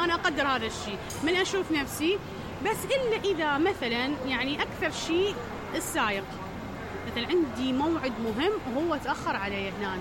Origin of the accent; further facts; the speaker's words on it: Iraq; طبيعتنا احنا كعراقيين